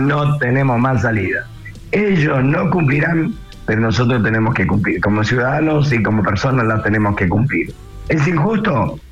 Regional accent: Argentina; obviamente que tengo que soy argentino y me gusta que Argentina gane

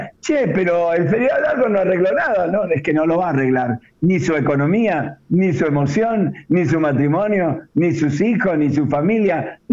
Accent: Argentina; porque soy ciudadano todavía como argentino

